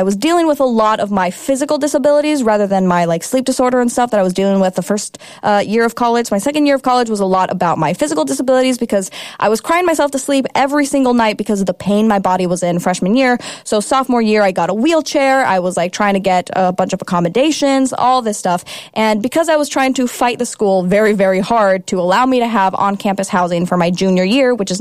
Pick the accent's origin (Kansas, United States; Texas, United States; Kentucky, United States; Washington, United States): Kansas, United States; moved away as an adult; They're on the East Coast, and I'm from Kansas, middle of the country.